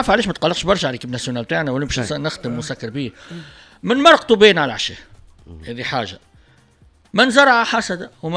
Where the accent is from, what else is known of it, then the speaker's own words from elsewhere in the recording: Tunisia; خليني اكون فخور لي انا تونسي